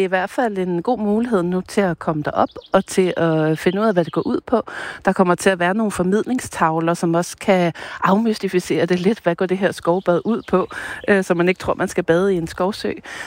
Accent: Capital Region of Denmark, Denmark; Og jeg synes bare, altså som guide og som bornholmer, at det er virkelig fedt, at vi har fået et skovområde

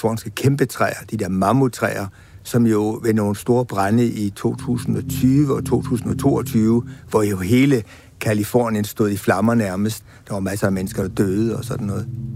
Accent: Central Denmark Region, Denmark; also born or lived in Frederiksberg / Humlebæk; Og så bliver … han bliver transplanteret over i Midtjylland, hvor jeg ikke kunne sproget, midt ud i en stor skov.

